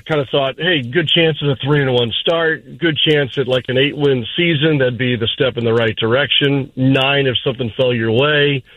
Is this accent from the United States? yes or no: yes; St. Louis, Missouri, United States; moved away as an adult; also born or lived in Carbondale, Illinois / Columbia, Missouri; now in Florida, United States; grew up in St. Louis and then SIU and then over to Columbia.